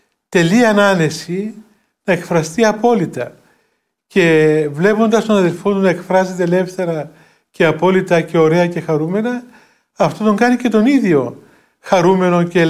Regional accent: Greece; είμαστε Έλληνες

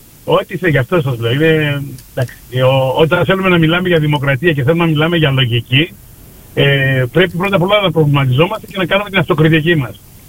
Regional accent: Thessaloniki, Central Macedonia, Greece; από τη Θεσσαλονίκη, με τη Θεσσαλονίκη.

